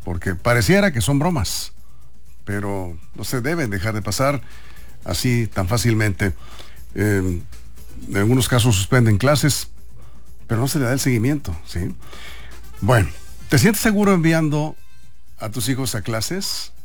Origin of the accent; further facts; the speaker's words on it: Juan José Ríos, Sinaloa, Mexico; de mi infancia en Juan José Ríos, ahí me crié bajando guamúchiles